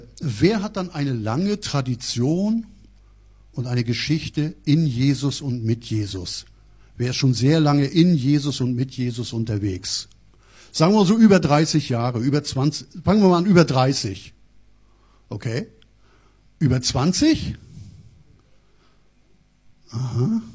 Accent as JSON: {"language": "German", "area": "Rostock district", "region": "Mecklenburg-Vorpommern", "country": "Germany", "tie": "born or raised there", "accent": "northern", "said": "Aufgewachsen und geboren bin ich ganz im Norden, hört man vielleicht an der Stimme. Also ich sage mal, das ist jetzt nicht direkt sächsisch. Ich bemühe mich, habe mich auch nie bemüht, meine Heimatsprache zu vergessen. Ich bin eher bemüht, sie nicht völlig durchklingen zu lassen."}